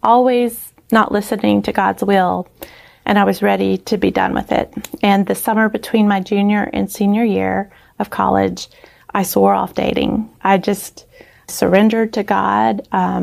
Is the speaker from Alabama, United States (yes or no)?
yes; Alabama, United States; also born or lived in Louisiana; my whole family's from Louisiana, but my dad had been transferred when my brothers were young, and we lived a total of 16 years in Alabama where I was born. When we moved back to Louisiana